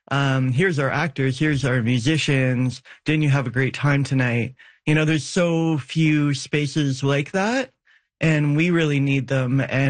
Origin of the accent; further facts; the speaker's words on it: Peterborough, Ontario, Canada; I'm from Peterborough.